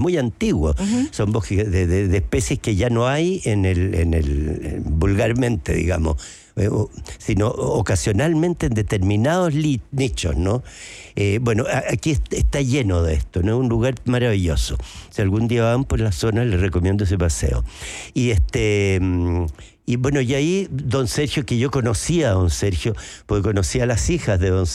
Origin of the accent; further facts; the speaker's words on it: Chile; Todos somos indígenas los chilenos, todos tenemos sangre indígena.